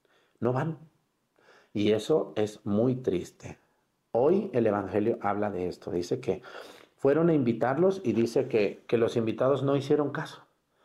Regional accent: Mexticacán, Jalisco, Mexico; Cuando en mi pueblo, en Mexicacán, inauguramos la Virgen del Carmen

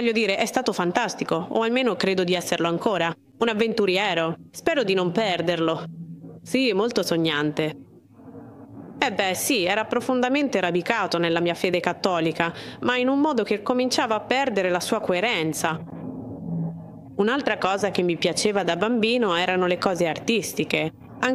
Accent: Colombia; moved away as an adult; sono colombiana. La mia famiglia, grazie a Dio, proviene da credenze cattoliche.

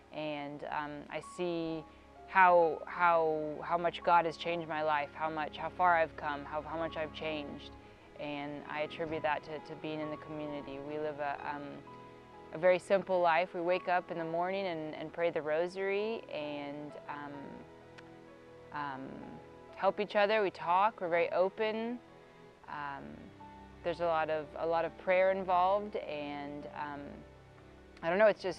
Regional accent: Tulsa, Oklahoma, United States; I'm 29 years old. I'm from Tulsa, Oklahoma. I was born and raised in Tulsa. I come from a good family. Born and raised Catholic

